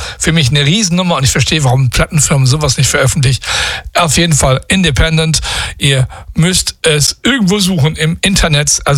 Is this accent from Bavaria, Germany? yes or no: no; Cologne, North Rhine-Westphalia, Germany; moved away; Also, ich bin Kölner, ne? Also Kölsche Junge